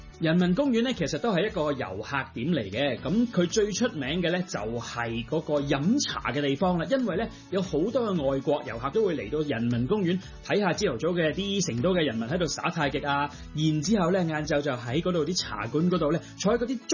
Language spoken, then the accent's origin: Cantonese; Hong Kong; 其實我哋香港人啦，或者絕大部分嘅香港人啦，我哋談戀愛嗰個嘅次序係開始梗係講咗緣分先啦，